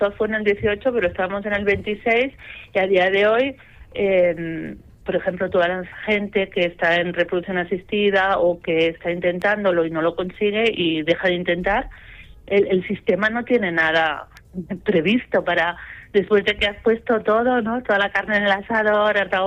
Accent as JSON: {"language": "Spanish", "town": "Barcelona", "region": "Catalonia", "country": "Spain", "said": "esto me lo llevo yo a mi tierra. Y entonces fue cuando se me ocurrió eso, montar la web, hacer una web como punto de encuentro y crear un grupo de ayuda mutua aquí en, bueno, mi ciudad, que es Barcelona"}